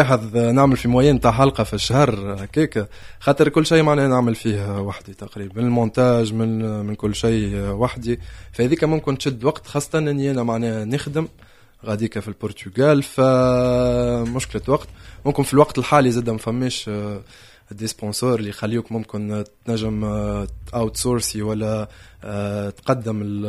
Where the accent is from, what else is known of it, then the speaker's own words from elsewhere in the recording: Tunisia; عندنا في تونس